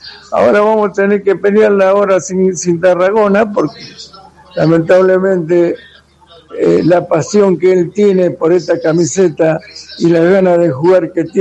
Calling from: Buenos Aires, Argentina; de Buenos Aires

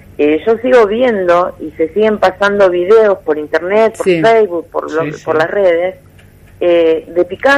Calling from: Santo Tomé, Santa Fe, Argentina; Yo vivo en Santo Tomé

